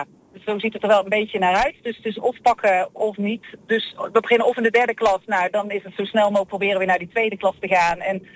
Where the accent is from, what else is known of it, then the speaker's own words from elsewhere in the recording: Klundert, North Brabant, Netherlands; ik kom natuurlijk uit Klundert, ben er geboren en ik woon er nog steeds.